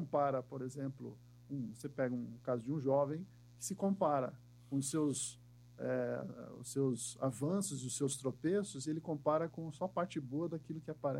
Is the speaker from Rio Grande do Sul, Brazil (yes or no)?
no; Santa Catarina, Brazil; now in Paraná, Brazil; Em Santa Catarina, onde eu me criei quando criança, era Globo Rio.